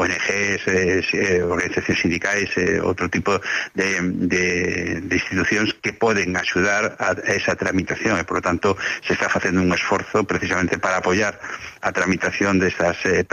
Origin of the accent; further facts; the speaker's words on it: Galicia, Spain; sobre todo en el caso de la Galega, que fuimos una comunidad eminentemente emigrante hasta ahora